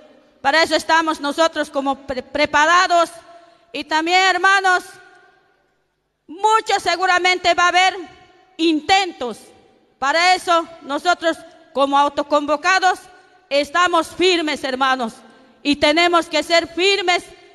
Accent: Cochabamba, Bolivia; somos trópicos de Cochabamba

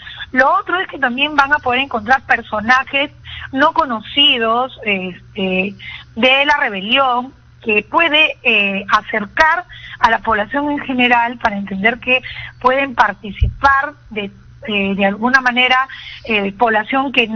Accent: Peru

